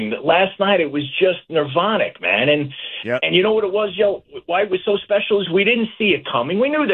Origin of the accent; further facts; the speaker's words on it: New York City, New York, United States; my friends from Middle Village that I grew up with in Queens